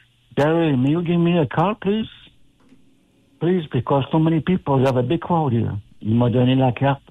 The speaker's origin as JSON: {"language": "French", "town": "Neuville", "region": "Quebec", "country": "Canada", "tie": "born there", "said": "Je suis né à Québec, à Neuville."}